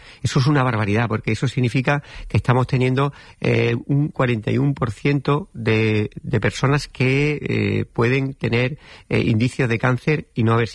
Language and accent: Spanish; Andalusia, Spain; Bueno, yo soy más andaluz y más de pueblo que la amapola